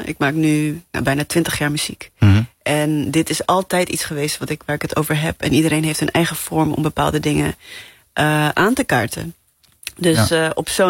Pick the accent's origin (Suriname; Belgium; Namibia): Namibia; now in Netherlands; ik uit Namibië kom, waar we tot 1990 in het apartheidssysteem hebben geleefd. Dus ik ben ook opgegroeid in het idee, of nou ja, in het gedachtegoed van, hoe vechten we tegen onrecht?